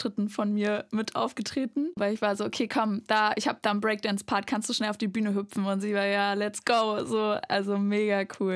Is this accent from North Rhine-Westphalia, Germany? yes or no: no; Erfurt, Thuringia, Germany; born or raised there; moved away; also born or lived in Weimar